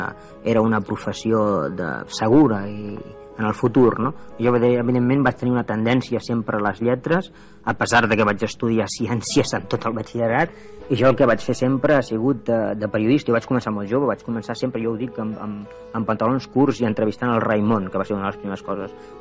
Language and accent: Catalan; Sabadell, Catalonia, Spain; moved away as an adult; now in France; Jo sóc fill de Sabadell d'una família de classe modesta, proletària